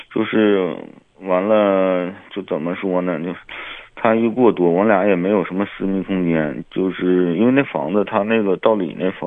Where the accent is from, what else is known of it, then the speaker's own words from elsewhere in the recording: Suihua, Heilongjiang, China; now in Harbin, China; 我老家是绥化的，父母一直在绥化的